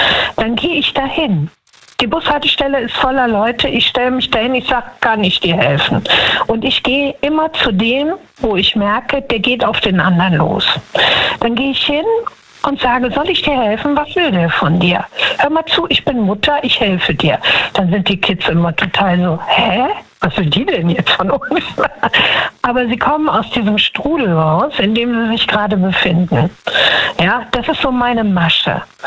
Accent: Düsseldorf, North Rhine-Westphalia, Germany; Hallo aus NRW.

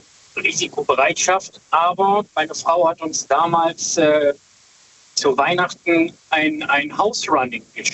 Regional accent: Brüggen, North Rhine-Westphalia, Germany; Aus der Nähe von Viersen, aus Brücken.

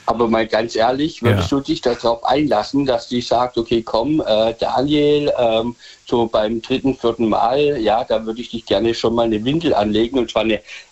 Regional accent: Michelstadt, Hesse, Germany; Ja, aus Michelstadt, Hessen.

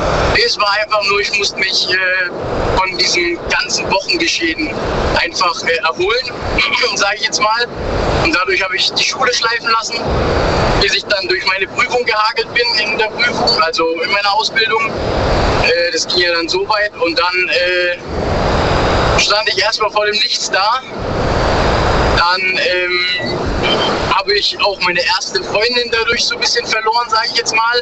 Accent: Baden-Württemberg, Germany; Ich komme aus der Nähe von Pforzheim, Karlsruhe, da die Gegend.

